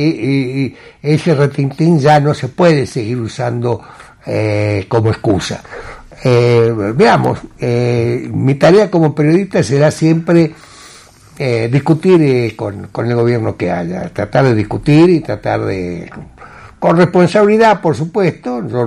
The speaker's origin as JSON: {"language": "Spanish", "country": "Argentina", "said": "Todos somos argentinos"}